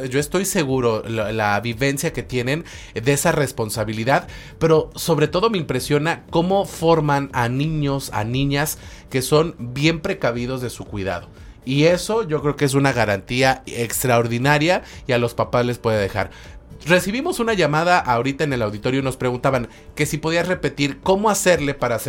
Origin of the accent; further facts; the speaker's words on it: Cuautla, Morelos, Mexico; soy un scout de Cuautla.